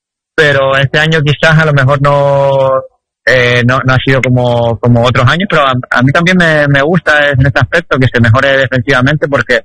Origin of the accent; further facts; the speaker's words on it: Canary Islands, Spain; jugar en el equipo de mi tierra